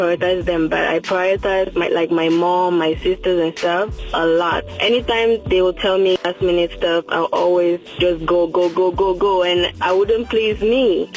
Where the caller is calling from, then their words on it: Columbus, Ohio, United States; I'm calling from Columbus, Ohio.